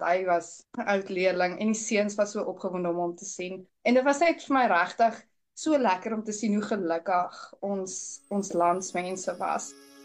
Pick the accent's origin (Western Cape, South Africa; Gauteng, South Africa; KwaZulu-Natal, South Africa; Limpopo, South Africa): Gauteng, South Africa; Johannesburg; born or raised there; moved away as an adult; now in New Zealand